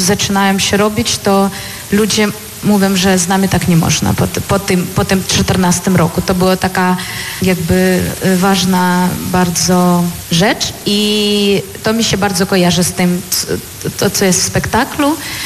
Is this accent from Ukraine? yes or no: yes; Ukraine; Polish is a second language; now in Poland; bo pochodzę z Ukrainy, to ja go widziałam na swoje oczy w roku 2014. Dla mnie on jest na tyle ważny dla mojego kraju